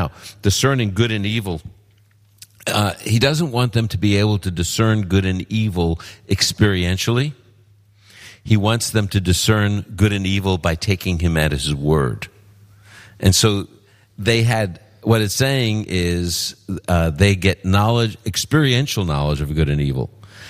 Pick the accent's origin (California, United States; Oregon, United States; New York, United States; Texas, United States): New York, United States; New York City; I'm from Brooklyn. Not many shepherds there, just saying.